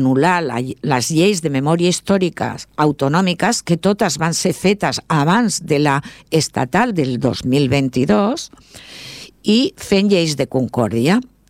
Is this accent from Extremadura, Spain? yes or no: yes; Extremadura, Spain; parlo per Extremadura, que és la que més coneixo perquè sóc extremenya i estic en una associació a Extremadura, no?